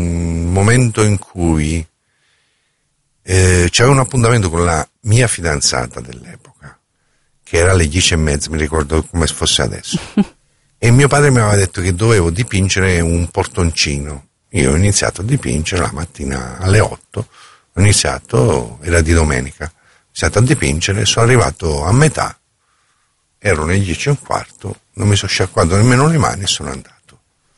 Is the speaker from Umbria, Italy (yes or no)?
no; Apulia, Italy; moved away as an adult; now in Milan, Italy; Sono pugliese, sono della zona nord della Puglia, per non fare discriminazione alla zona indicativa solo, no. E sono, cioè ad esempio mia mamma era del Gargano e mio padre era della Capitanata di San Severo.